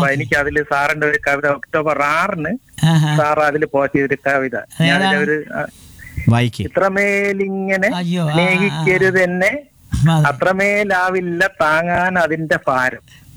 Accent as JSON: {"language": "Malayalam", "town": "Vellanad", "region": "Kerala", "country": "India", "said": "ഞാൻ ഇവിടെ കരുണാസായിര് അടുത്ത് തന്നെ സാർ, വെള്ളനാട് തന്നെ."}